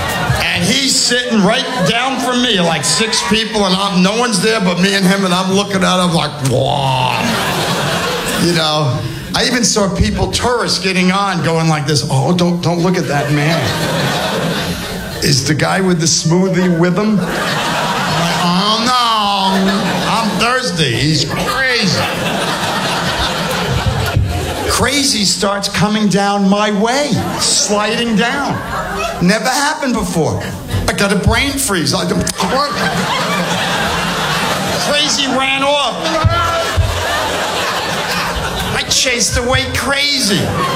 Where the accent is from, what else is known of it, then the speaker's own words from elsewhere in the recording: New York City, New York, United States; I haven't taken a subway since I grew up in New York when I was a kid. And then I moved to Long Island.